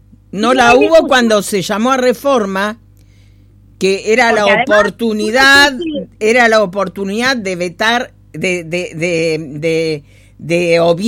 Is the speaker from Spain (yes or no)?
no; Ushuaia, Tierra del Fuego, Argentina; nadie se identifica con nada de lo mal que estamos siendo fueguinos. ¿Qué pasa? Esos lugares, ¿por qué no se logran abrazar? Porque ya no nos importa nuestra gran casa que es Ushuaia.